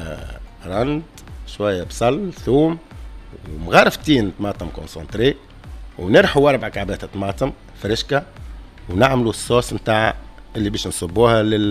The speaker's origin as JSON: {"language": "Arabic", "country": "Tunisia", "said": "وأنا تونسي."}